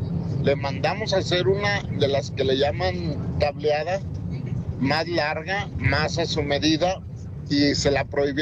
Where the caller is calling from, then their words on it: Pabellón de Arteaga, Aguascalientes, Mexico; Te hablo de Pabellón de Arteaga.